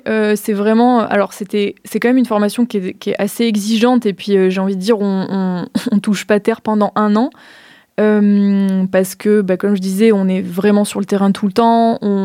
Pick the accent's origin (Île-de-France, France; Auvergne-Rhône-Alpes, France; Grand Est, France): Auvergne-Rhône-Alpes, France; also born or lived in Tours; j'ai fait le choix, en fait, en 2021, de revenir en Drôme, parce que moi, je suis originaire de Drôme provençale, et de m'installer dans le Crétois.